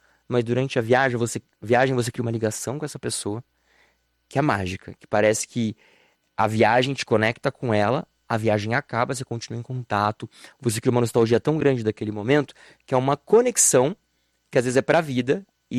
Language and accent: Portuguese; Brazil; De onde você é? Aí, Brasil, Brasil!